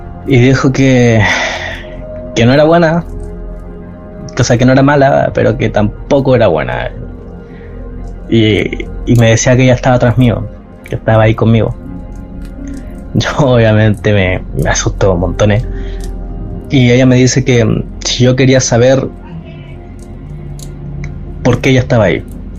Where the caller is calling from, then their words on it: Iquique, Tarapacá, Chile; nosotros somos de Iquique.